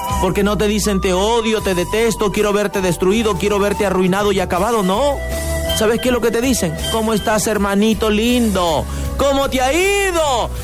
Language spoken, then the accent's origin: Spanish; San Martín, Peru; en nuestra tierra, el Perú, porque somos peruanos y hemos venido luego de ayudar a tanta gente que lo ha necesitado.